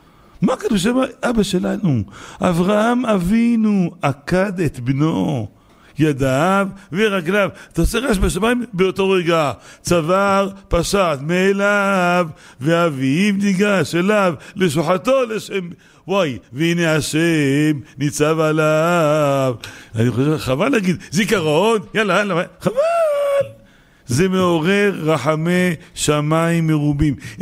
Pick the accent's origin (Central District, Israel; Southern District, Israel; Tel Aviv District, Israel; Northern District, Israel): Tel Aviv District, Israel; Holon; אני מחולון